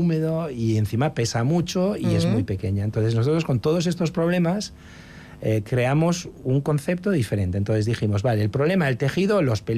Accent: Gijón, Asturias, Spain; moved away as an adult; also born or lived in Milan, Italy / England; now in Paris, France

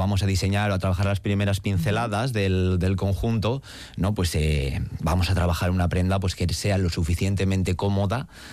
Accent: Getxo, Basque Country, Spain; Los que soy de Algorta, de Guecho, pues que aparcar es como creer en Dios muchas veces

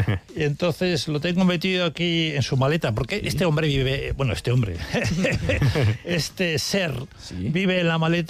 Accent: Bilbao, Basque Country, Spain; now in San Sebastián, Spain; mi familia y yo también éramos o somos de Bilbao, éramos de Bilbao, porque vivo aquí en Donosti, pero toda mi familia es de allí.

